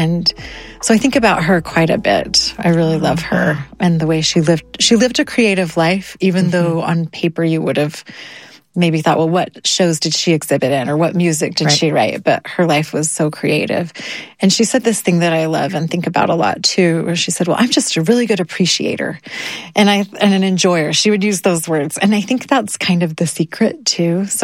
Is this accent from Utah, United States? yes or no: yes; Utah, United States; we went to Iceland and we're from Utah, so we were dumb.